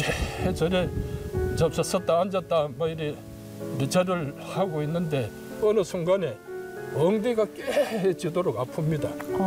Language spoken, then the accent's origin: Korean; Daegu, South Korea; moved away as an adult; 저는 이제 대구 출신인데